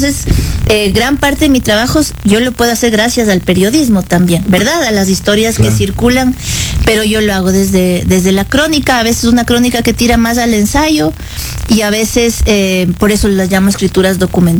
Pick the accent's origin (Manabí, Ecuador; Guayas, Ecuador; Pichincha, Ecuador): Pichincha, Ecuador; Quito; born there